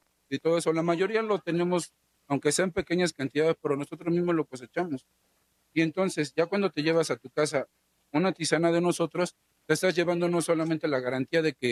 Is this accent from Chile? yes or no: no; Mexico